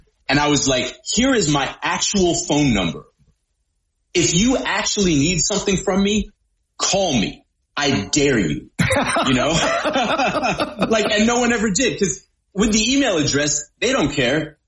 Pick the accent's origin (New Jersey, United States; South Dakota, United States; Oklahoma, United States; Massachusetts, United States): Massachusetts, United States; Boston; You know, I mean, listen, man, I grew up in Boston. I grew up under the curse of the Bambino.